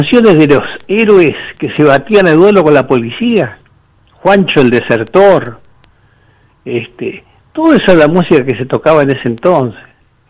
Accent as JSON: {"language": "Spanish", "town": "Perito Moreno", "region": "Santa Cruz", "country": "Argentina", "tie": "born there", "said": "No, nací en el pueblo que en ese entonces se llamaba Lago Buenos Aires. Siempre lo digo como un estratagema para crear cierto misterio, que nací en un lugar donde ya no existen los mapas, lo cual es cierto."}